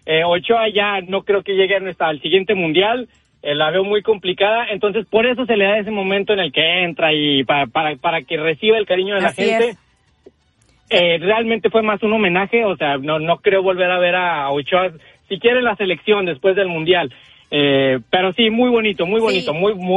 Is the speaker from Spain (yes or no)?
no; Mexico; Luego se nos critica mucho como mexicanos